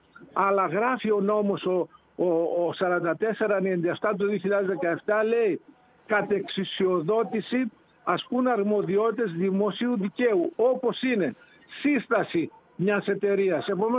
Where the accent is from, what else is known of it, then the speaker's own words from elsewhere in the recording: Thessaloniki, Central Macedonia, Greece; born there; Εγώ είμαι, ξέρεις ότι γεννήθηκα στη Θεσσαλονίκη και τον περισσότερο μου χρόνο τον περνάω στη Θεσσαλονίκη.